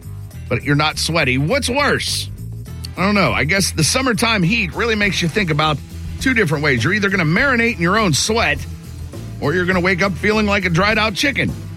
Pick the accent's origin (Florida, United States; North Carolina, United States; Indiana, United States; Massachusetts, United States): Florida, United States; I'm from Florida.